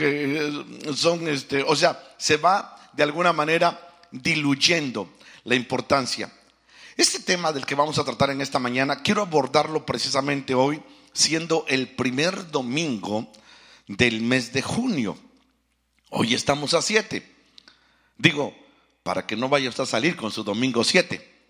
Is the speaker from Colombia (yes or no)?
no; Izúcar de Matamoros, Puebla, Mexico; moved away; also born or lived in La Peña Colorada, Puebla / Norcross, Georgia; me llevaron a la ciudad, que no es una gran ciudad, que diga usted que qué bárbaro, pero es una ciudad. Se llama Izúcar de Matamoros. Ahí me crié.